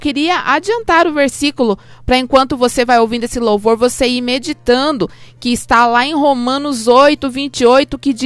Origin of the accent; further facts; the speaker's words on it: Brazil; moved away; lá do bairro de Ouro Verde, lá era minha terra